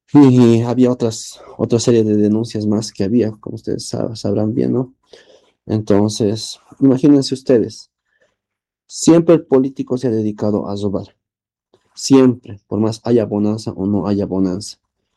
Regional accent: Bolivia; Lastimosamente somos nosotros los bolivianos quienes pagamos esas malas decisiones.

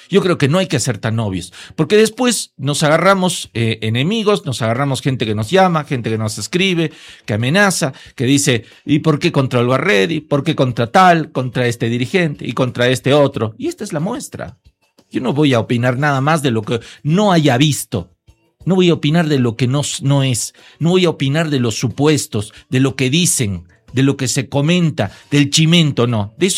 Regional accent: Bolivia; Somos todos bolivianos.

